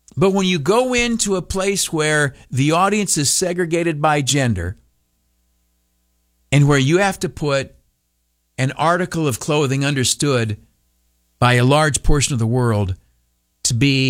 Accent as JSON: {"language": "English", "country": "United States", "said": "as an American from a pluralistic Western society"}